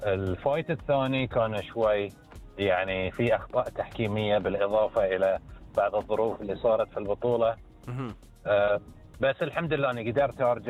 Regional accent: Bahrain; إحنا كبحرينيين فرضنا حضورنا

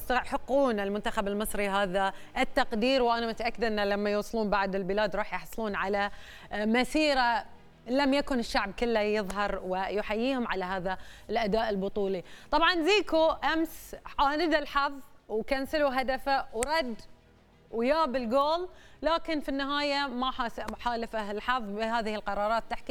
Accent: Bahrain; إحنا كبحرينيين

